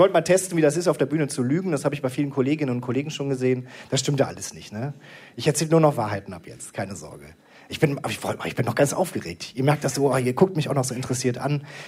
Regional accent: Krefeld, North Rhine-Westphalia, Germany; Denn ich bin aufgewachsen in der Nähe von Paris, in Krefeld.

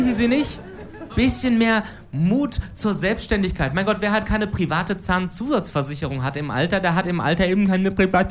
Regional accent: Cologne, North Rhine-Westphalia, Germany; ich als Kölner zwar irgendwann in Köln leben werde

